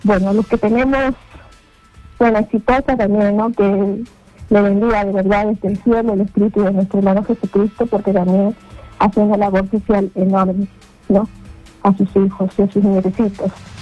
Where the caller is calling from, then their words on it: Lima, Peru; de Magdalena.